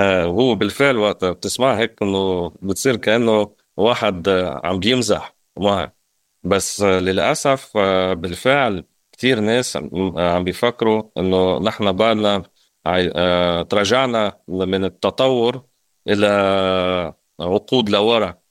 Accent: Russia; Arabic is a second language; now in Beirut, Lebanon; نروحها ولو إجازة صغيرة نشوف قرايبينا، و بالمبدأ لبنتي لتشوف روسيا وبتضل يعني إلى انتماء لبلدها.

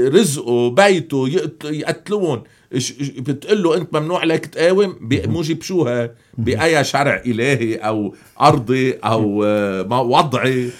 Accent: Lebanon; عندنا بلبنان موجودة،

